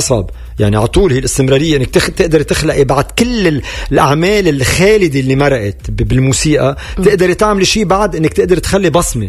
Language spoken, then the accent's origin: Arabic; Lebanon; يعني أنا لبناني, واللي عم نعيشه من وقت ما خلقت أنا بلبنان بالحروب اللبنانية وكل القصص